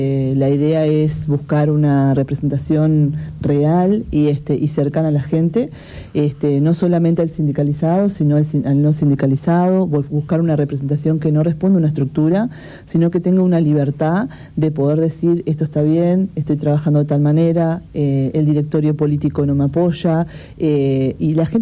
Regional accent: Colonia, Uruguay; Yo soy de Colonia

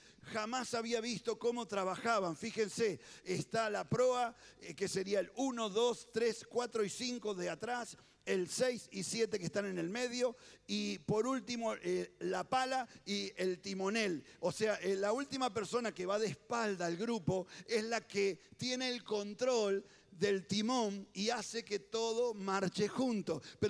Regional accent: Tigre, Buenos Aires Province, Argentina; yo soy de Tigre, de la ciudad de Tigre, no del equipo de Tigre, sino de la ciudad de Tigre.

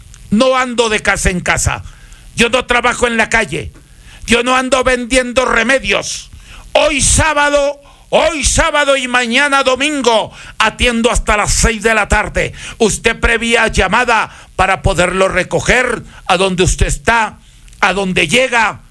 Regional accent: Huancabamba, Piura, Peru; moved away; Esto lo traigo desde mi tierra natal, Huancabamba, Perú.

